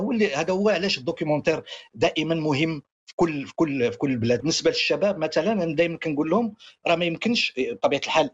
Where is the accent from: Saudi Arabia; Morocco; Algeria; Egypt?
Morocco; ما كانش عندنا في المغرب سينما وثائقيه